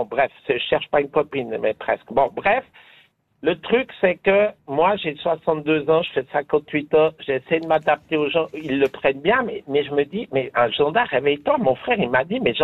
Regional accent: Lausanne, Vaud, Switzerland; also born or lived in Montreux; Je suis né à Lausanne, j'ai fait 5 ans à Lausanne. Après, j'ai fait Cublan, Montreux, j'ai tout fait.

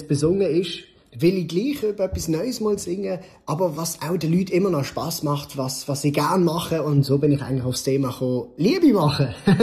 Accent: Switzerland; als Schweizer

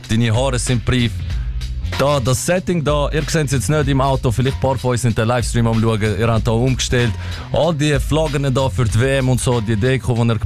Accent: Pfäffikon, Schwyz, Switzerland; ich komme aus Pfäffiger Schweiz, ich bin 22.

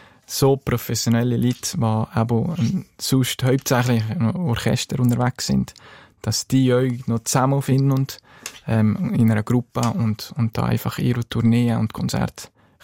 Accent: Grächen, Valais, Switzerland; Grächen ist und bleibt meine Heimat, wenn man in den Bergen, so also ein kleiner und schöner Bergdorf aufgewachsen ist.

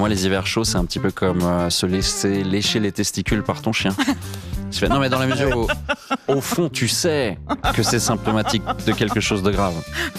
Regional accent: Fribourg, Switzerland; tu dis que je viens d'un canton qui est typiquement suisse, parce que oui, je viens de Fribourg.

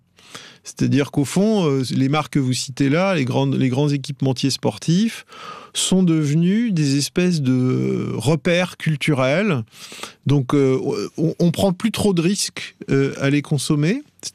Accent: France; chez nous, en France

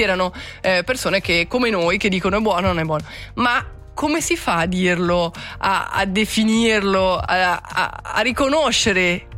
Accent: Switzerland; Non perché sono svizzero, poi dopo sono gusti

